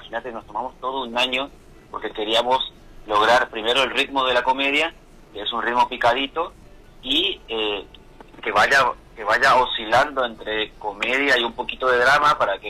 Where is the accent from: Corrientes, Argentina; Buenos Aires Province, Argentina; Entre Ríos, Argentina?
Corrientes, Argentina; nosotros somos de Capital